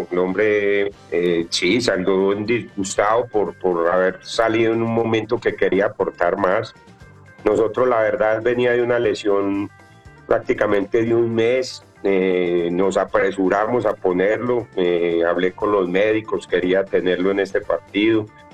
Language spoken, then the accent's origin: Spanish; Colombia; Todos queremos a la ciudad de Cartagena, como todo colombiano quiere a esta ciudad.